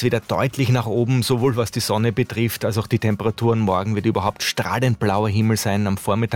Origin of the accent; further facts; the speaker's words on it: Vienna, Austria; es zahrt sich so richtig, wie man bei uns in Wien sagt.